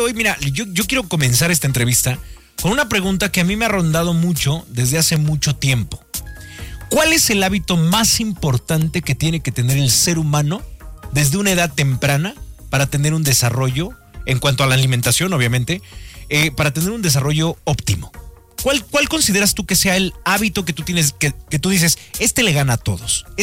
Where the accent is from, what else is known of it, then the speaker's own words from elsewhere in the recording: Mexico; Yo tengo la hipótesis de que como mexicanos nacimos en un lugar donde maravillosamente tenemos todos los mejores platillos del planeta.